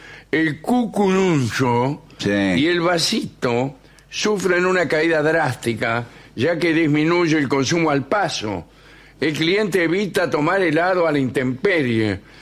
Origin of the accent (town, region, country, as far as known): Argentina